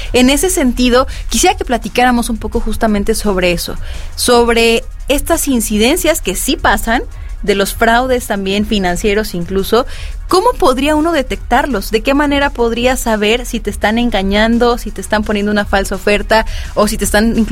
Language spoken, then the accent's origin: Spanish; Mexico